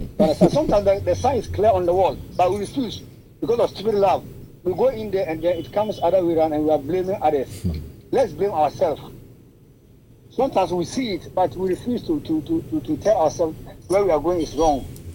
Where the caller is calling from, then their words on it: Alaba, Lagos, Nigeria; calling from Alaba.